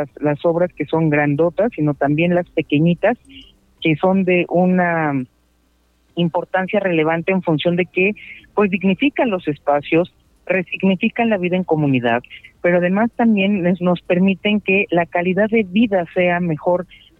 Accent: Mexico

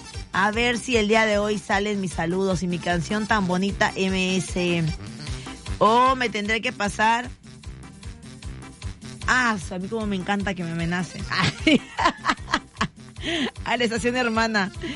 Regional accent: Veracruz, Mexico; Somos los de Veracruz

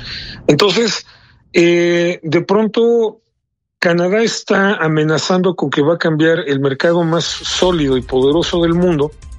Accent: Mexico

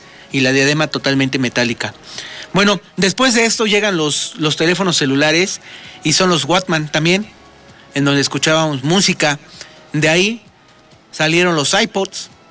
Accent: Puebla, Mexico; nosotros como ciudadanos, como poblanos

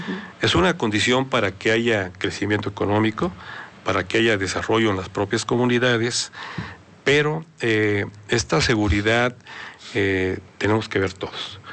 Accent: Puebla, Mexico; Pero es un clima muy bonito y bueno, ya no digamos a su gente. La gente es muy noble y pues es, somos poblanos.

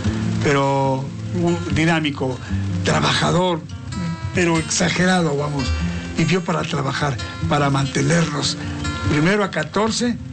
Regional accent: Chignahuapan, Puebla, Mexico; born there; moved away; also born or lived in Zacatlán / Libres / Oriental; mi pueblo, en Chignahuapan

